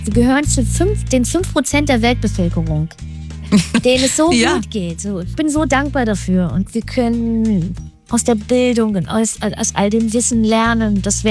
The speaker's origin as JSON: {"language": "German", "region": "Hamburg", "country": "Germany", "said": "für mich als Hamburgerin"}